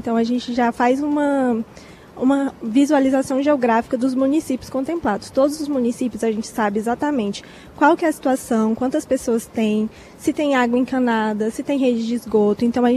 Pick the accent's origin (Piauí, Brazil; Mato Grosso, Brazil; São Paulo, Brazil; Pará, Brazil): Piauí, Brazil; eu sou piauiense